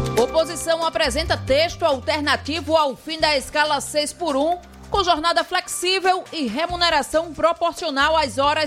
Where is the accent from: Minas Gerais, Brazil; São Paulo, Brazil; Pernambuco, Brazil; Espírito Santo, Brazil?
Pernambuco, Brazil; Recife; also born or lived in Paulista, Pernambuco; now in Campina Grande, Brazil; Sou recifense. Ah. Sou recifense. Mas morei, né, boa parte da minha vida em Paulista, né? Ali no litoral.